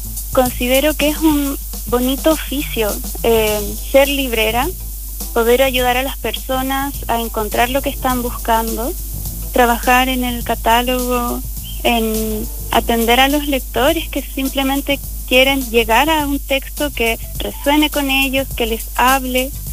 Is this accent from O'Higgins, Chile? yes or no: no; Punta Arenas, Magallanes and Chilean Antarctica, Chile; moved away as an adult; now in Santiago, Chile; nací acá porque mis papás estaban estudiando acá, pero ellos son nacidos y criados en Punta Arenas. Y yo vivía allá desde los 3 años hasta los 19. Entonces me considero puntarenense de origen y de crianza, a pesar de haber nacido en la ciudad que estoy viviendo ahora, que es Santiago.